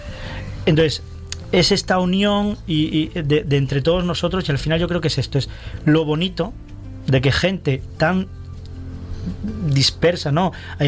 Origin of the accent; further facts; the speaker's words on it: Almería, Andalusia, Spain; yo vengo un poco más de fuera, soy de Almería todavía, pero vengo más de fuera